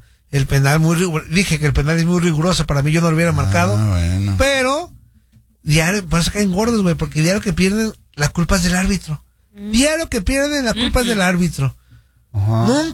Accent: Argentina; Yo soy argentino.

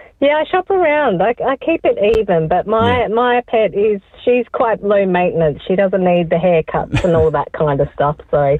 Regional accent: Launceston, Tasmania, Australia; I grew up in Prospect Summer Hill, so it's a good area.

